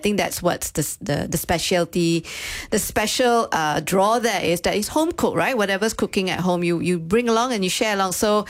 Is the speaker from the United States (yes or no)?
no; Malaysia; being Malaysian